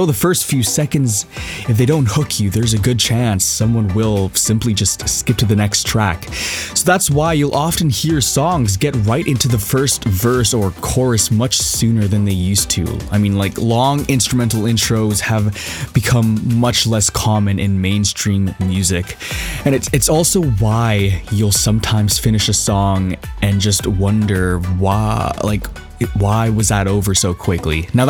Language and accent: English; Canada; Sorry, I'm Canadian.